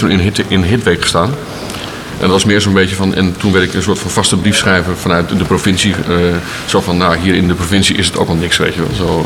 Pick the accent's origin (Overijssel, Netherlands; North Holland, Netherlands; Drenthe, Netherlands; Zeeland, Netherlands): Drenthe, Netherlands; Roden; born there; moved away; also born or lived in Friesland / Groningen; Mijn roots liggen dus echt in Drenthe.